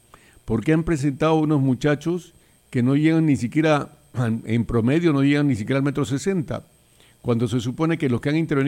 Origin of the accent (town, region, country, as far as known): Peru